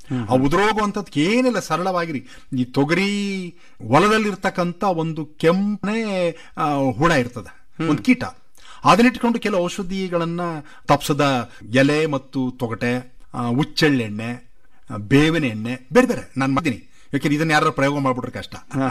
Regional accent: Mandya district, Karnataka, India; ನನ್ನ ಹೋಬಳಿ ಬಿಣ್ಣಿಗುಳ್ಳೆ ಹೋಬಳಿ

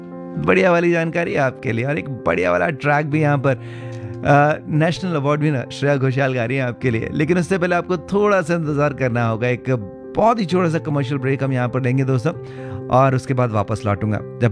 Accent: Delhi, India; दिल्ली दा सोना रंगला मुंडा

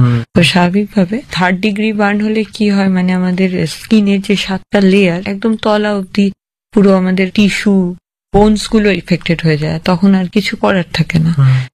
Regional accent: Bardhaman, West Bengal, India; moved away as an adult; now in Chandannagar, India; আমার বাড়ি বর্ধমানে, আর আমার শ্বশুরবাড়ি হচ্ছে চন্দননগর, এখন সেখান থেকেই আসছি।

